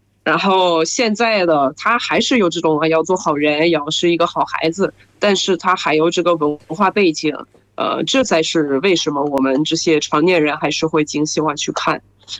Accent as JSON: {"language": "Chinese", "country": "France", "second_language": "Chinese", "said": "我是来自法国的"}